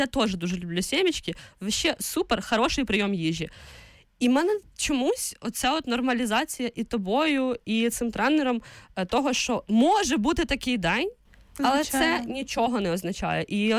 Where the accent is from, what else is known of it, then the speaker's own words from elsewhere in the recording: Vinnytsia Oblast, Ukraine; Це у нас на Вінниччині, так кажуть.